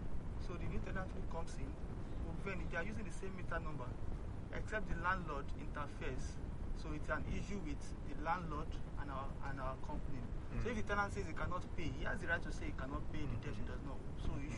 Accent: Nigeria; as a Nigerian

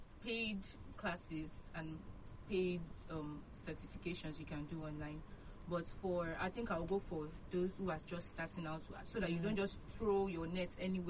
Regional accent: Nigeria; as Nigerian youth

